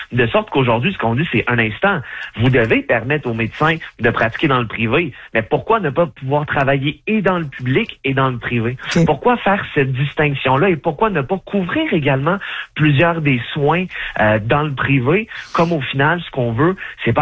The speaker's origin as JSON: {"language": "French", "region": "Quebec", "country": "Canada", "said": "en tant que Québécois qui doit être soigné, ben moi, je débourserai pas plus quand je vais aller là."}